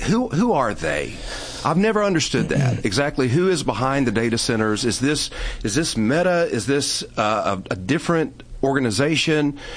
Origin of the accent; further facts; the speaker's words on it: Alabama, United States; when I come from Alabama, it's my home.